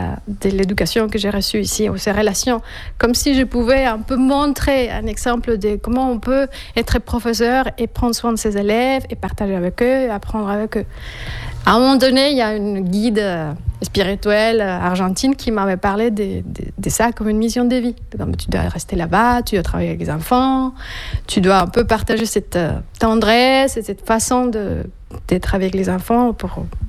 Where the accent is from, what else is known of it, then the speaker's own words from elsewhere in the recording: Bogotá, Colombia; French is a second language; quand j'avais mes premières années jusqu'aux 12 ans. Bah, moi, j'ai vécu l'histoire des Pablo Escobar chez moi à Bogota, où il y avait des bombes